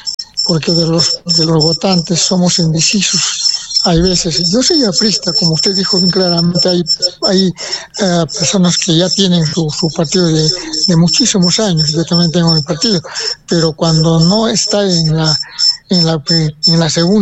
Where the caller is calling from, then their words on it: Peru; como buen peruano